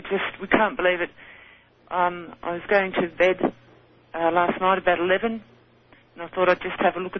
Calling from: Sydney, New South Wales, Australia; I'm calling from Sydney in Australia.

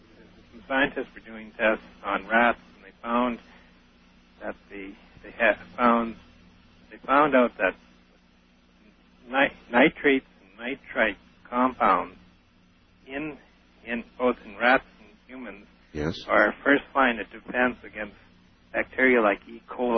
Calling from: Saskatchewan, Canada; I'm calling from Saskatchewan, Canada

